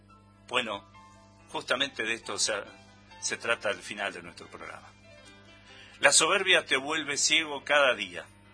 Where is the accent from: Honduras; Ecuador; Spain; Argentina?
Argentina